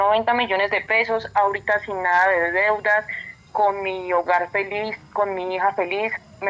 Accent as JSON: {"language": "Spanish", "town": "Neiva", "region": "Huila", "country": "Colombia", "moved": "yes", "lives_now": "Medellín, Colombia", "said": "Yo lo llamo desde Medellín, soy de Neiva, Huila."}